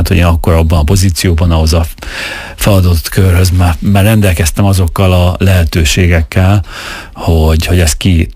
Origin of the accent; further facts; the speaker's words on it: Miskolc, Borsod-Abaúj-Zemplén, Hungary; also born or lived in Budapest; hoztam egy döntést, hogy visszatérek Miskolcra, és akkor átjelentkeztem, én akkor építőipari vonalon tanultam, és átjelentkeztem a Miskolci Egyetemre, hogy itthon legyek